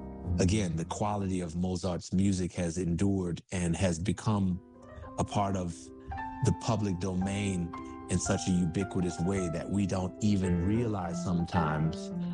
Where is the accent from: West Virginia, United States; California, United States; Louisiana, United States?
Louisiana, United States; Kenner; You know, I'm a kid from Kenner, Louisiana, who grew up in a musical family, in a musical environment.